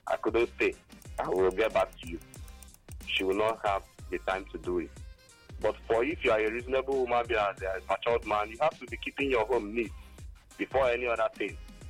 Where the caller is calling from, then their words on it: Enugu State, Nigeria; I'm calling from Obago, Kotano, precisely in the Enugu Southwest government.